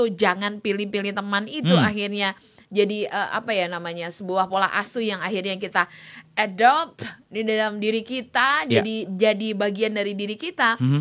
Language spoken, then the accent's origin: Indonesian; Surakarta, Central Java, Indonesia; Padahal casingnya doang kayak orang Sumatera mah. Aslinya mah kita mau Wong Solo